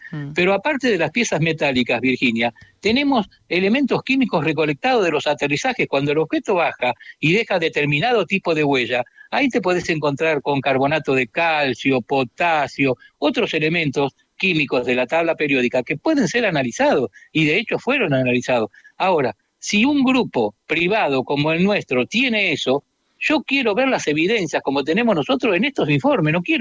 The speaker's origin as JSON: {"language": "Spanish", "country": "Argentina", "said": "nosotros, por ejemplo, acá en mi país, en Argentina, tenemos piezas metálicas de un ovni"}